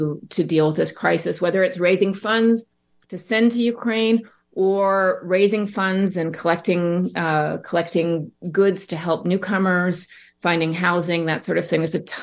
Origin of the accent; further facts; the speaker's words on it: Edmonton, Alberta, Canada; So I grew up in Edmonton in the 1980s